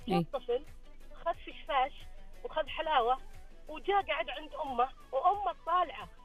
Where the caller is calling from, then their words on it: Riyadh, Riyadh Province, Saudi Arabia; من الرياض.